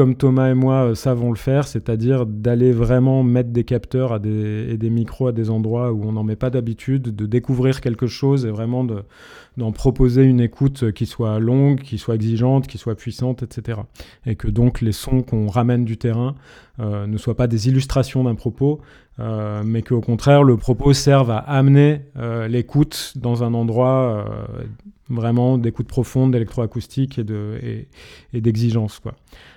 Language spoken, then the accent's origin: French; Grenoble, Auvergne-Rhône-Alpes, France; moved away; revenir habiter là où j'ai grandi, c'est-à-dire vers Grenoble et les montagnes qui sont autour